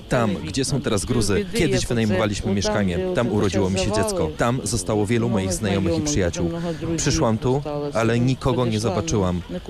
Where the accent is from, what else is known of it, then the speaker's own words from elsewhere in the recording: Kharkiv, Kharkiv Oblast, Ukraine; sami jesteśmy z Charkowa, byliśmy pod okupacją, widzieliśmy to wszystko na własne oczy.